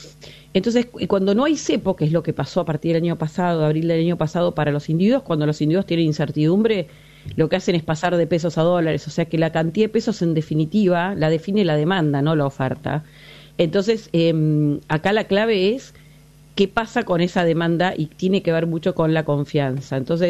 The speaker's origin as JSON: {"language": "Spanish", "country": "Argentina", "said": "acostumbrados los argentinos y sobre todo los de mayor edad, que hemos atravesado tantas crisis"}